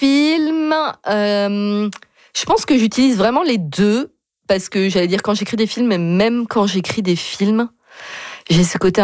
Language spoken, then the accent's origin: French; Nantes, Pays de la Loire, France; moved away as an adult; now in Ontario, Canada; Et nous, on vient de Nantes, qui est pas officiellement Bretagne, mm-hmm. et pas très loin de la Bretagne.